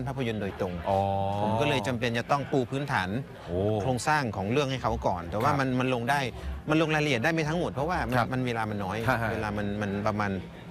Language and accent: Thai; Maha Sarakham, Thailand; ก็ในฐานะที่ผมเป็นคนมหาสารคามแล้วก็ทำหนังมาทั้งในส่วนที่เป็นวิชาชีพวิชาการ